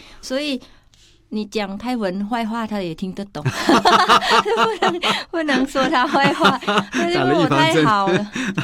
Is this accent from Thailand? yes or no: yes; Thailand; now in Taiwan